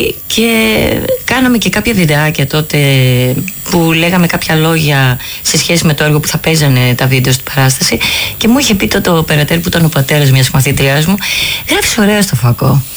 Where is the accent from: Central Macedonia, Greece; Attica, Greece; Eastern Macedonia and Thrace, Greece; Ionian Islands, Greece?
Attica, Greece; Agioi Anargyroi; born or raised there; also born or lived in Boston, United States